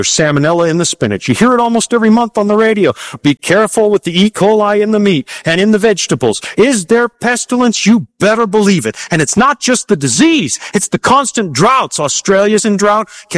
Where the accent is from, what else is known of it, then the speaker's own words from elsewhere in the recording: Canada; moved away; also born or lived in Toronto; My home country, Canada